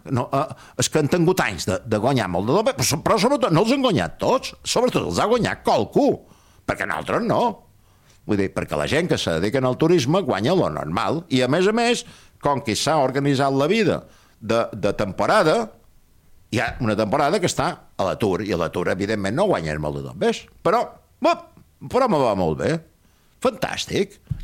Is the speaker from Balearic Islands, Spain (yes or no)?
yes; Balearic Islands, Spain; Jo som mallorquí, també.